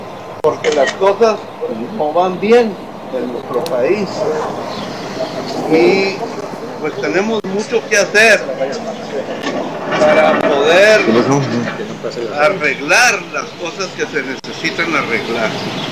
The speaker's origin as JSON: {"language": "Spanish", "country": "Mexico", "said": "Yo veo que hay que ver siempre las cosas de forma positiva y todos como mexicanos."}